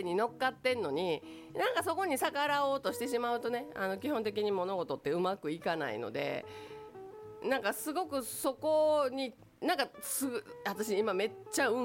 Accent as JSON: {"language": "Japanese", "town": "Takatsuki", "region": "Osaka", "country": "Japan", "said": "ありがとうございます私高槻出身でしてね、弟が今でも高槻で、バーをやっておりましてね、阪急の駅前で"}